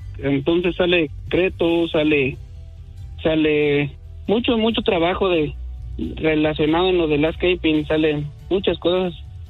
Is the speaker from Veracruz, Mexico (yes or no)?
no; Guanajuato, Mexico; now in United States; son originarios de Michoacán y yo soy de Guanajuato.